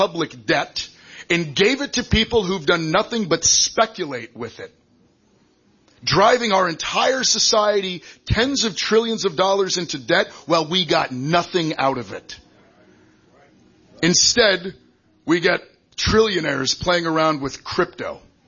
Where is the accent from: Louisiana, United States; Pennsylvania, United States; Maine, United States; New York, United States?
Maine, United States; Blue Hill; Now, I was born in 1984 in Blue Hill, back when you could do that.